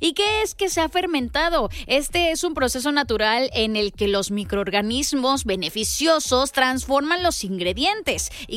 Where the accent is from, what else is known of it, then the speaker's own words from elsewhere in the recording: Monterrey, Nuevo León, Mexico; nosotros como regios nos encanta la carne.